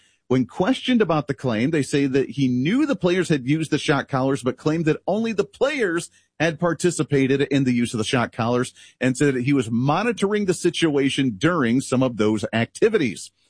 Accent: Ohio, United States; I grew up in Ohio area where we had about 10 apple trees.

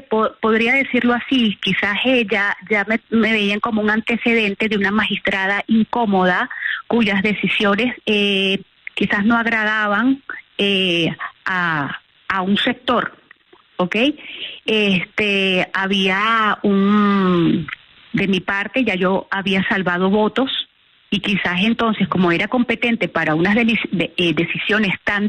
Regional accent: Venezuela; quienes realmente estamos en el medio somos los venezolanos

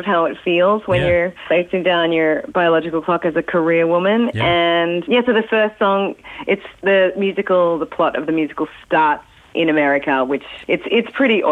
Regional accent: Tasmania, Australia; And so, especially because I grew up in Tassie and I had big dreams

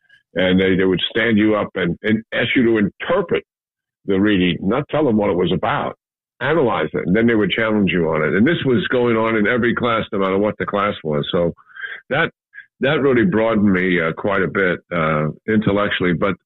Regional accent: New York, United States; I'm a born and raised New Yorker. So I grew up in Manhattan in city housing projects. The first one was Jacob Riis. It's still there. It's on East 10th Street and Avenue D.

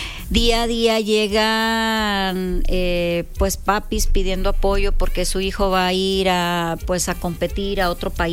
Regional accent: Monterrey, Nuevo León, Mexico; a los que somos de Monterrey

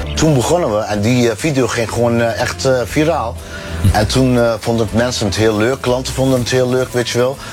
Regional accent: Overijssel, Netherlands; accent: Turkish; Je kunt toch wel een beetje Twents, hè? Mijn accent is eigenlijk ja, Turks en Twents. Okay.

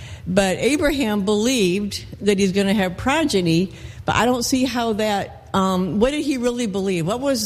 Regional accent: Irving, Texas, United States; from Irving, Texas, and thank you for Malachi.

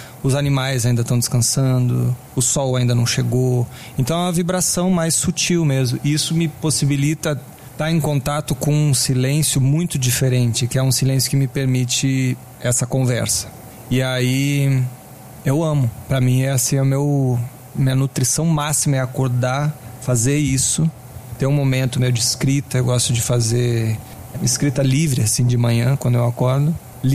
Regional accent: Rio Grande do Sul, Brazil; born or raised there; also born or lived in Brasília

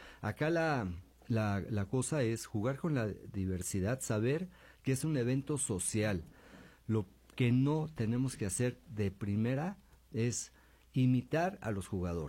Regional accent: Mexico; yo creo que como mexicanos

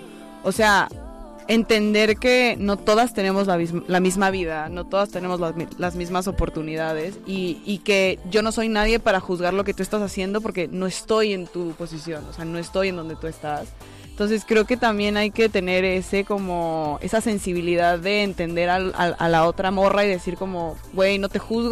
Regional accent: Mexico City, Mexico; De la Ciudad de México, Chilanga.

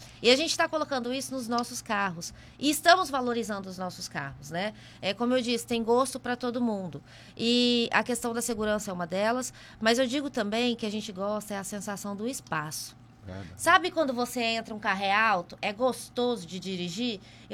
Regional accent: Mato Grosso, Brazil; moved away; E eu vim pra cidade litorânea, eu sou lá do Mato Grosso, e eu tenho essa experiência, o porta-malas é gigantesco.

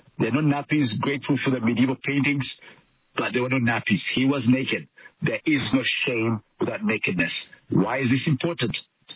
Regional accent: Uganda; Men in African and Middle Eastern cultures, well, I come from Uganda, and we do not run. We do not show our legs.

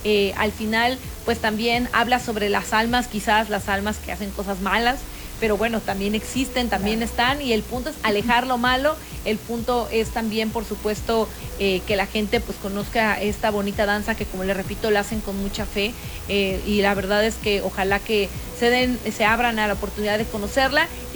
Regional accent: Mexico; porque también somos mexicanos

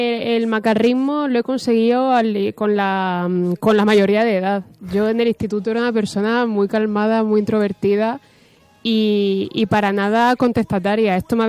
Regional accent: Cartagena, Region of Murcia, Spain; now in Madrid, Spain; me vuelvo a Cartagena

